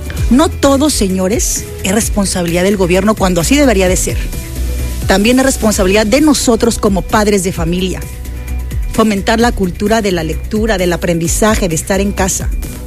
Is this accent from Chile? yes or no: no; Poza Rica, Veracruz, Mexico; Hablo de Veracruz porque soy veracruzana, porque soy pozarricense